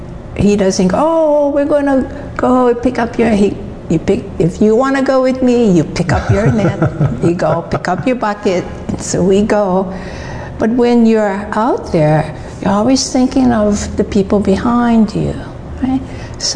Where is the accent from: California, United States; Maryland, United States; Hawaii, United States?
Hawaii, United States; Kailua-Kona; growing up in Kona in the 1950s and 60s, very, very different to what it is today.